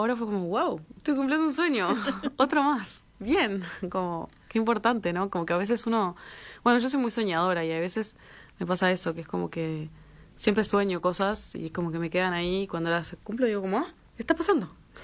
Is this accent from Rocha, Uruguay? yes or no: no; Maldonado, Uruguay; yo soy de Maldonado y fui con el liceo cuando era...